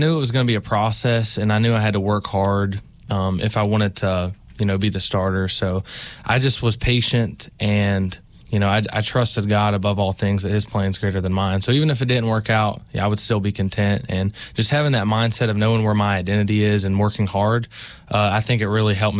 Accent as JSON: {"language": "English", "town": "Abingdon", "region": "Virginia", "country": "United States", "tie": "born or raised there", "said": "I'm from Abingdon."}